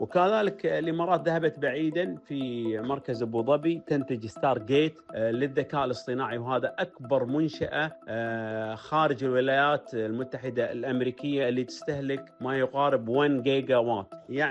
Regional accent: Kuwait; طبعاً إحنا عندنا بالكويت وقعنا عقود خاصة مع جهات حكومية

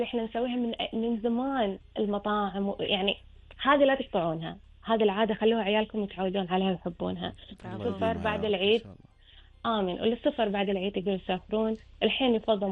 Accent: Kuwait; انا من الكويت.

